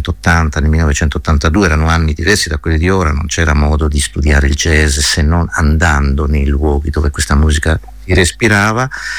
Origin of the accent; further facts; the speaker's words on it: Berchidda, Sardinia, Italy; io vengo dalla Sardegna, ma insomma ormai questo è risaputo, da un piccolo paesino che si chiama Berchidda, provincia di Sassari, al confine tra il Logudoro e la Gallura, figlio di pastori e di contadini